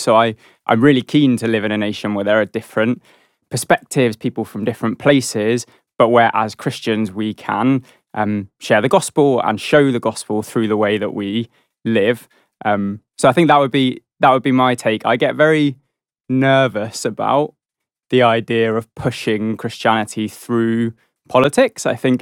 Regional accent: England, United Kingdom; I love being English.

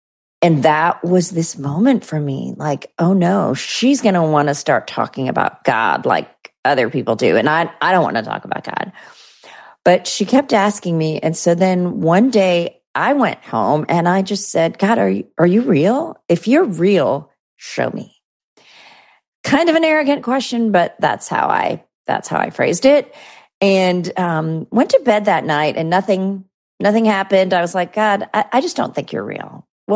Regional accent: India; born there; I was born in India to Christian parents.

